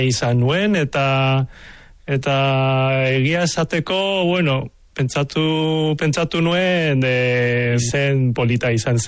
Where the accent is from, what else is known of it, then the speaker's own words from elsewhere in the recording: San Sebastián, Basque Country, Spain; born there; Basque is a second language; moved away as an adult; also born or lived in Hong Kong / Amorebieta; now in Tolosa, Spain; Hongkongen jaio nintzen, eta txikitan bai, agian duela 15 urte iritsi nintzen Donostian, baina euskeraz ikasi nuen duela bi urte.